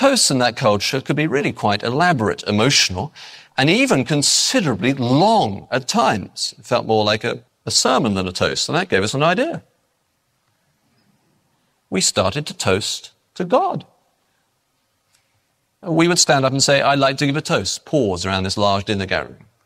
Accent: England, United Kingdom; No, I'm English.

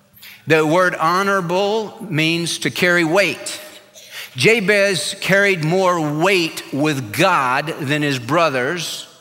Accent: California, United States; born or raised there

